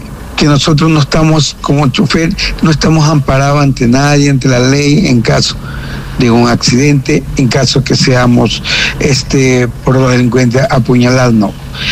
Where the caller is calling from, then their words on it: Santa Elena, Ecuador; En toda nuestra provincia, Santa Elena